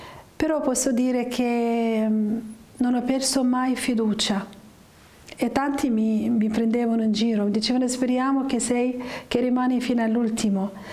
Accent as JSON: {"language": "Italian", "town": "Damascus", "region": "Damascus Governorate", "country": "Syria", "tie": "born or raised there", "moved": "as an adult", "said": "Io sono nata a Damasco, ho vissuto tutta la mia infanzia, la mia giovinezza fino all'età di 18 anni."}